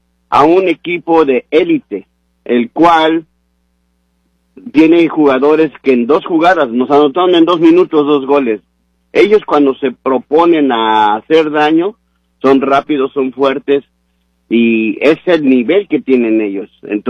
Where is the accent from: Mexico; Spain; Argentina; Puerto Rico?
Mexico